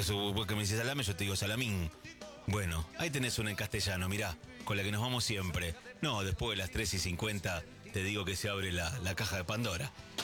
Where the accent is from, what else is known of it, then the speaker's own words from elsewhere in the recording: Argentina; ¿De qué país? De Argentina.